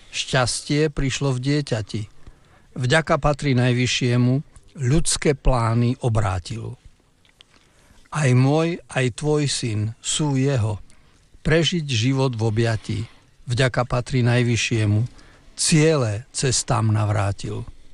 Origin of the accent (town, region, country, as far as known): Ražňany, Prešov Region, Slovakia; born or raised there; now in Košice, Slovakia